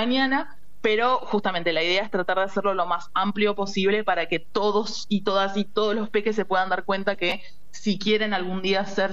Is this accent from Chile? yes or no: no; Argentina; moved away as an adult; now in Canada; Argentina sigue siendo Argentina, mi gente está en Argentina, mi cultura está en Argentina